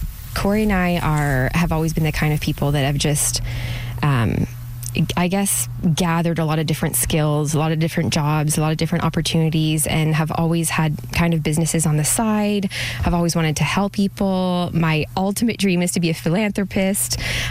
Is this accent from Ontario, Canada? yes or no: yes; Ontario, Canada; now in New Brunswick, Canada; We're francophone aussi, and we're Indigenous from Ontario.